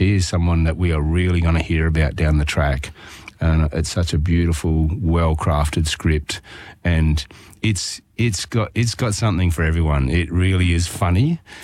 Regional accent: Western Australia, Australia; born there; also born or lived in Broome, Australia; I come from, I was born in Wilmanbujar down south in Noongar country. My ancestors are from Ulster in Northern Ireland, but I actually, I had the great privilege of living in Broome for about 7 years, a bit over 10 years ago.

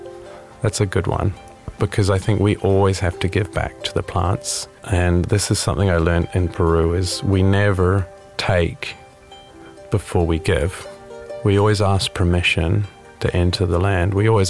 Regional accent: New Zealand; growing up in New Zealand

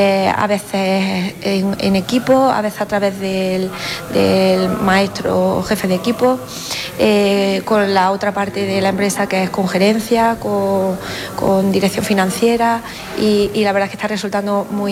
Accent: Andalusia, Spain; soy de la Sierra de Segura

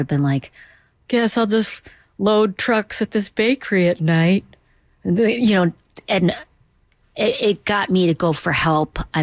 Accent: Duluth, Minnesota, United States; I love Minnesota and I love Duluth, especially my hometown.

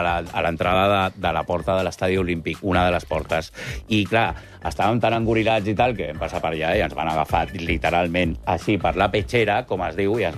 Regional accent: Catalonia, Spain; Jo vinc del Baix Obregat i tinc aquest anglès alat. Tinc aquest anglès alat de Sant Maria de Llobregat.

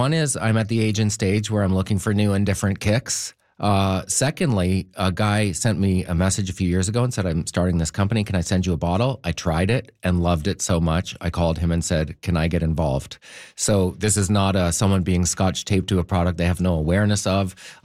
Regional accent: Prince Edward Island, Canada; I'm from Prince Edward Island.

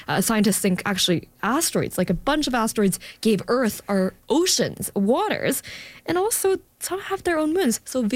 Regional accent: South Korea; I grew up in Korea for most of my childhood, and it really was being in a little bike, running around with my friends, chasing after my cousins.

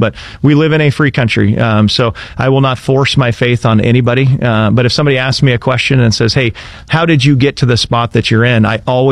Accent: Indianola, Iowa, United States; Yeah, I am originally from Indianola, just south of Des Moines.

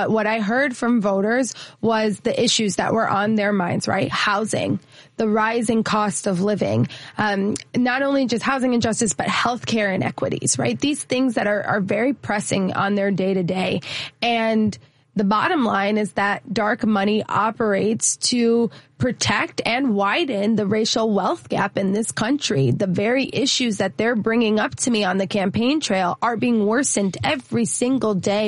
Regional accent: Chicago, Illinois, United States; And growing up on the Southwest side here in Chicago, I grew up in a working class family.

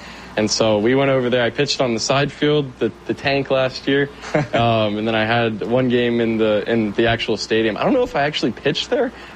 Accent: Tampa, Florida, United States; I'm from Tampa, so spring training being in Tampa is really nice. And I get to be close to my family while I'm going through spring and everything, but it's been great.

